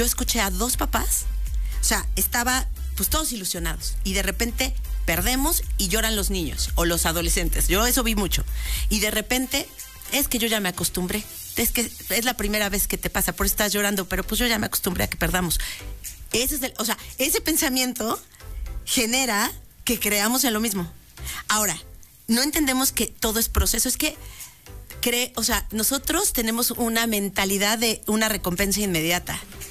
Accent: Mexico; lo que nosotros mostramos como mexicanos, por ejemplo, específicamente en nuestro país

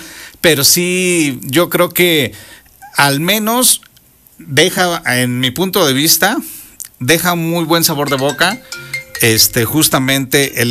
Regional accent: Mexico; no, somos mexicanos.

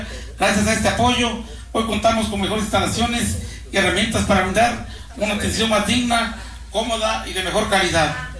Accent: Izúcar de Matamoros, Puebla, Mexico; porque somos de Izúcar de Matamoros

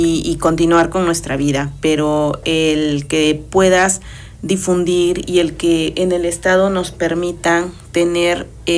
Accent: Mexico

